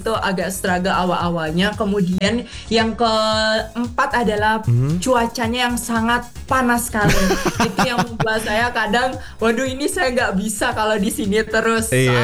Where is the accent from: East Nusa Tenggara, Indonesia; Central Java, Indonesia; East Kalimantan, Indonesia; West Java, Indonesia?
West Java, Indonesia; Sumedang; moved away as an adult; now in Gresik, Indonesia; Dari Jawa Barat, dari Sumedang.